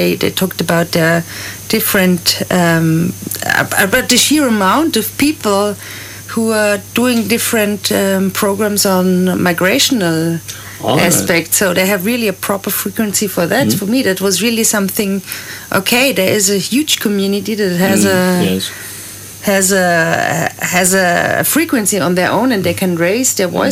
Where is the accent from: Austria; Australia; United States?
Austria; Salzburg; Yes, that's my hometown.